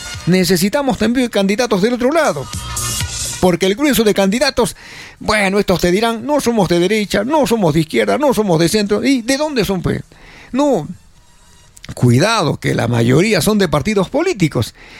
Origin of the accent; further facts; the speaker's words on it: Arequipa, Peru; nosotros como arequipeños